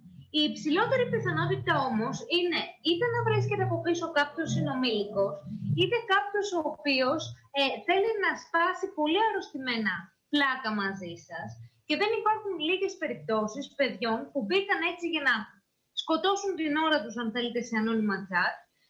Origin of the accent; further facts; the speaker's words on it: Greece; σαν Έλληνες, έχουμε λίγο την υπερβολή στο κεφάλι μας